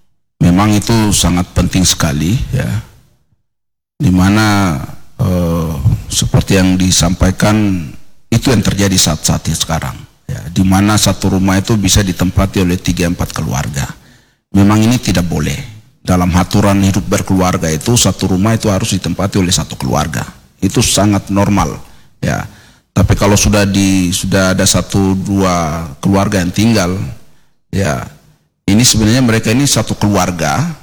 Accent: Papua, Indonesia; kita orang Papua

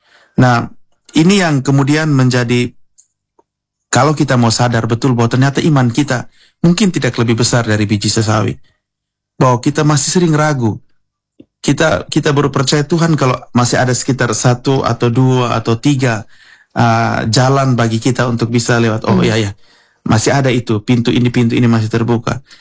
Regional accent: Kupang, East Nusa Tenggara, Indonesia; Kalau kita orang Kupang kan bilang sudah

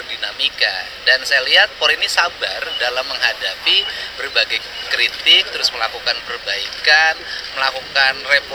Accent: West Java, Indonesia; saya sebagai warga Jawa Barat dan orang yang dituakan di Jawa Barat

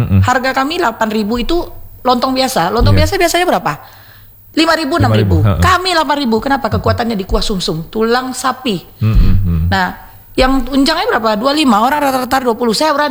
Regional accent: Padang, West Sumatra, Indonesia; Saya besar dan lahir di Parak Laweh.

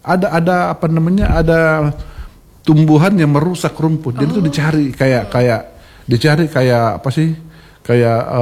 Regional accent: Makassar, South Sulawesi, Indonesia; Kita dari Makassar yang fanatisme banget dengan timnas

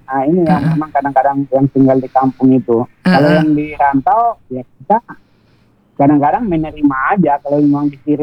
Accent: North Sumatra, Indonesia; karena memang asal kita di Mandailing, Mandailing itu memang kampung Islam. Identiknya Islam.

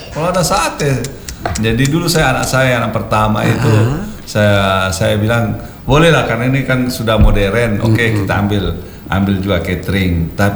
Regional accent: Sinjai, South Sulawesi, Indonesia; Saya keluarga besar, tapi saya kan Bugis Sinjai.

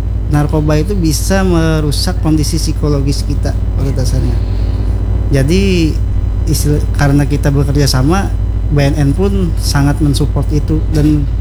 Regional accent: South Kalimantan, Indonesia; kata kita tuh orang Banjar tuh apa, gabut karena narkoba lah itu.

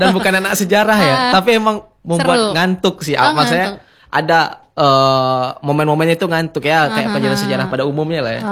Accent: West Sumatra, Indonesia; Dan belatar belakang di Sumatera Barat, kebetulan aku orang Sumbar kan.

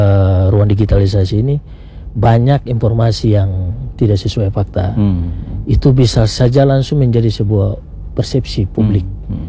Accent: Tulehu, Maluku, Indonesia; born there; saya orang Maluku Tengah. Bagaimana di desa saya di Tulehu misalnya.

